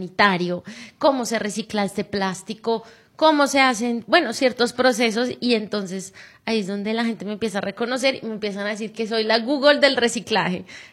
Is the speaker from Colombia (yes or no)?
yes; Bogotá, Colombia; De Bogotá, soy de Bogotá, Colombia, un país muy hermoso también.